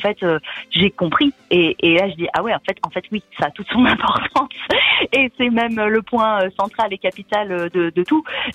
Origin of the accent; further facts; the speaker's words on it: Bourgogne-Franche-Comté, France; Non, il passe à Paray-le-Monial, pas loin de là d'où je viens.